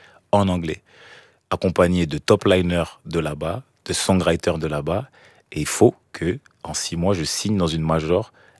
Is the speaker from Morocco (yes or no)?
no; Cameroon